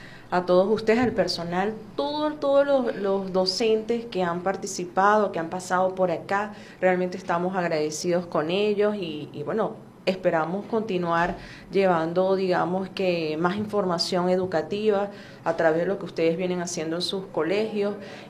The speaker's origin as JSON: {"language": "Spanish", "country": "Venezuela", "said": "nos define como venezolanos"}